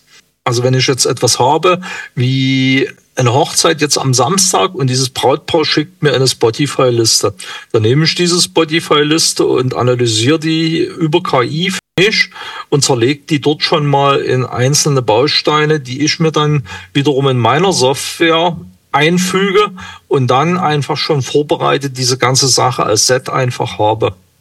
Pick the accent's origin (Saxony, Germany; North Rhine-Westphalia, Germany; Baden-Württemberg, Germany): Saxony, Germany